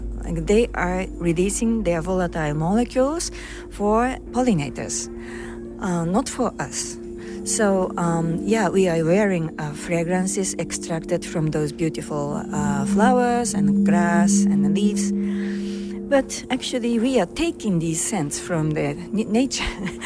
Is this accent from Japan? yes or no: yes; Japan; I'm coming from Japan.